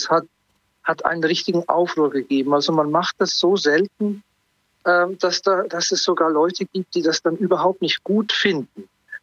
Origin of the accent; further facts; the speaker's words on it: Switzerland; now in Iceland; Aber da merke ich dann so als Schweizer, oh, da ist noch Raum nach oben. Also hier in Island